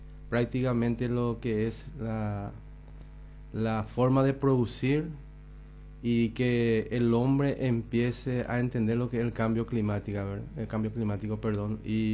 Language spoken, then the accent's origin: Spanish; Caaguazú, Paraguay; porque somos de Caaguazú y somos de Paraguay.